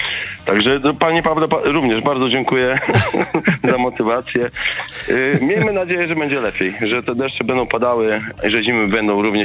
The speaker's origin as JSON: {"language": "Polish", "town": "Suwałki", "region": "Podlaskie Voivodeship", "country": "Poland", "said": "Pochodzę z Suwałki"}